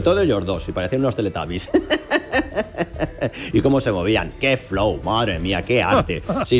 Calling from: Alcázar de San Juan, Castilla-La Mancha, Spain; Hola, … … de San Juan.

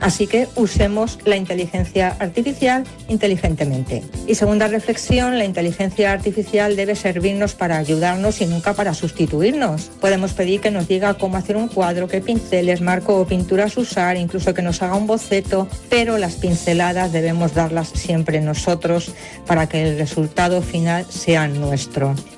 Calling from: Madrid, Community of Madrid, Spain; de Madrid.

